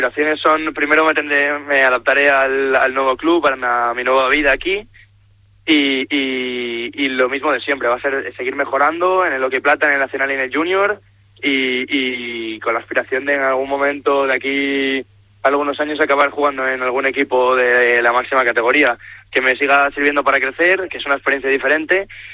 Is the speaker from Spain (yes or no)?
yes; Galicia, Spain; now in Catalonia, Spain